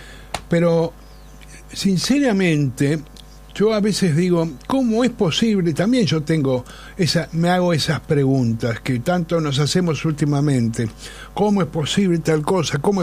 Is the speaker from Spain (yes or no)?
no; Buenos Aires, Argentina; Yo soy porteño. Yo soy porteño, nacido y criado. Amo profundamente esta ciudad, amo a Buenos Aires porque, bueno, la conozco muy bien, la he recorrido de punta a punta